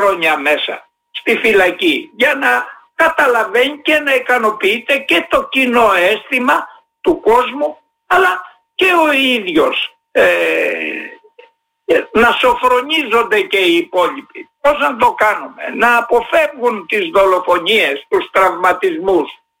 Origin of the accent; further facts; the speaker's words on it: Western Greece, Greece; moved away; για την πατρίδα μου την Αιτωλοακαρνανία